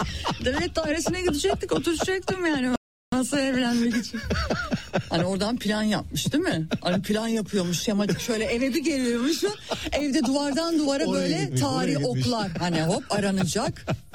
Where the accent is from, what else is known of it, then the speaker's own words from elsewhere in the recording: Izmir, İzmir, Turkey; moved away as an adult; also born or lived in United States; İzmirliyim, evet, ben. Ve biz birbirimizden koptuk ama birbirimizin aklından ve kalbinden kopmadık.